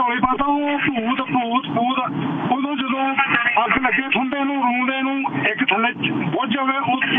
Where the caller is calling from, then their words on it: Ambala, Haryana, India; ਅੰਬਾਲ ਤੋਂ ਹੈਲੋ